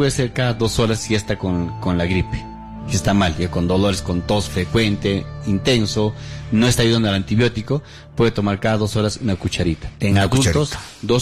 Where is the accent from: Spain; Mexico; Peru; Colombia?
Peru; Ya se siente en Chile, ya están sintiendo Argentina, en mi país, en Perú también. Por acá todavía no está llegando, pero ya va a llegar al sur de Perú